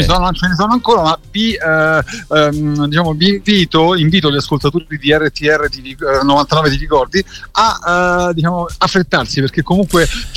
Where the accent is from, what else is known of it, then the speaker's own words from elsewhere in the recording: Rome, Lazio, Italy; io sono dell'Appio Claudio a Cinecittà, sì.